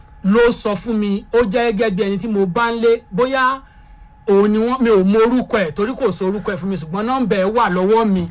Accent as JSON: {"language": "Yoruba", "town": "Ilorin", "region": "Kwara", "country": "Nigeria", "said": "mo wa lati ilu Ilorin ni adugbo ti won pe ni Gakanbi"}